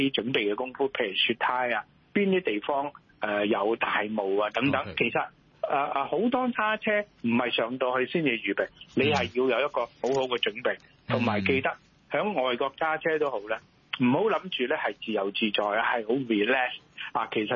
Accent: Hong Kong; 我哋港人

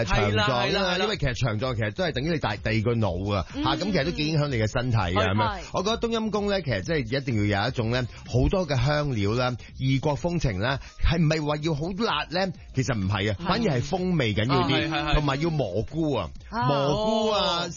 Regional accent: Guangdong, China; 你唔中意啲口味近我哋廣東人嘅煮法

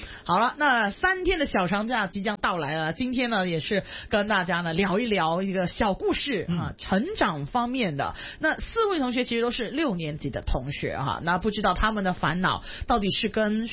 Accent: Hong Kong; 我们香港这边吃粽子呢，你也不能完全称之它为咸

